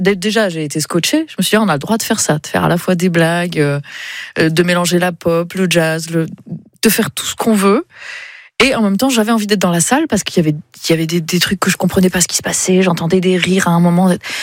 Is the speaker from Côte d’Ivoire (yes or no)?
no; South, France; Attends, je suis du Sud.